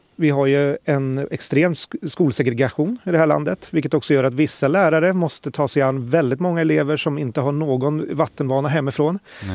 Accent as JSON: {"language": "Swedish", "country": "Sweden"}